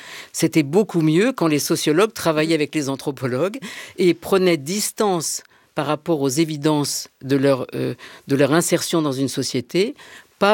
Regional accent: Marseille, Provence-Alpes-Côte d'Azur, France; moved away as an adult; now in Paris, France; Je suis arrivée à Paris en 1972, parce que j'étais entrée à Normal Sup. Je venais de Aix et de Marseille.

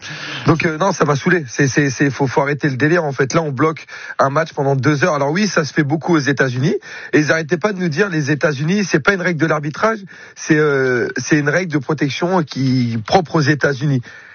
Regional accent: Hauts-de-France, France; on est presque chez nous en Picardie.

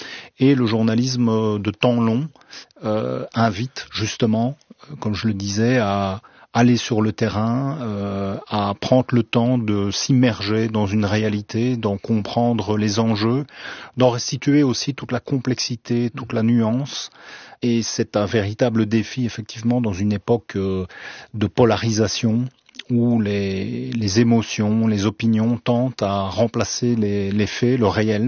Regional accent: Wallonia, Belgium; now in Charleroi, Belgium; Je suis originaire de la région de Mons-Borinage, mais je vis actuellement dans la région de Charleroi.

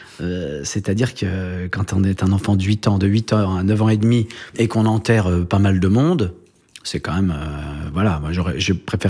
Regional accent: Grand Est, France; also born or lived in Saint-Dizier; j'ai grandi, je suis né en Champagne, à Saint-Dizier, mais c'est l'endroit, le seul endroit en Champagne où on fait pas de champagne. Et ensuite, j'ai grandi dans les Vosges, mais c'est la plaine des Vosges, il n'y a pas la montagne.

